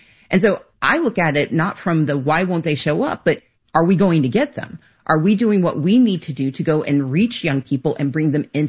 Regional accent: Mississippi, United States; also born or lived in Georgia; I'm from the Deep South. So I grew up in Mississippi, came of age in Georgia.

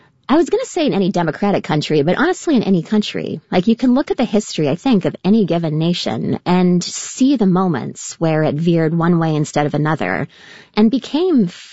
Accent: Canada; moved away; I'm from Canada

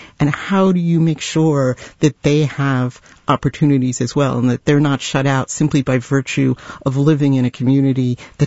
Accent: New York, United States; I mean, as a New Yorker, it's not like people run around saying, you know, I went to SUNY Albany.

